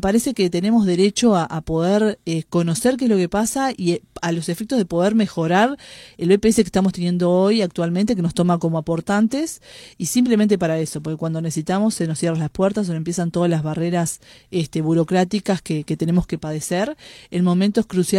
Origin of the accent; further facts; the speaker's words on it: Colonia, Uruguay; Yo, al ser coloniense